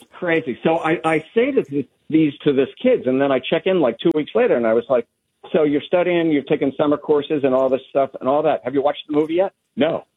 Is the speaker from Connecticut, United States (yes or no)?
yes; Fairfield, Connecticut, United States; now in Cape Cod, United States; I came from Connecticut.